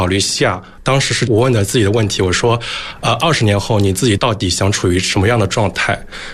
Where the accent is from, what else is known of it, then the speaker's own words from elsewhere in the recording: Hangzhou, Zhejiang, China; 因为我是杭州人。